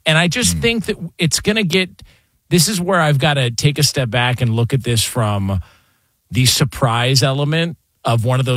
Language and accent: English; California, United States; Like, man, I grew up in Southern California.